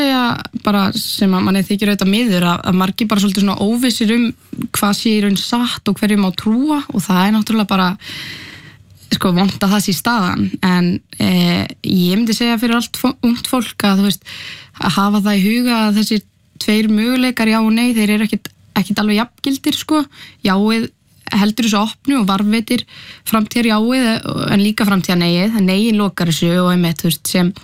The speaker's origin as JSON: {"language": "Icelandic", "town": "Reykjavík", "region": "Capital Region", "country": "Iceland", "said": "Ég er 21 árs frá Reykjavík. Ég líka háskólanemi."}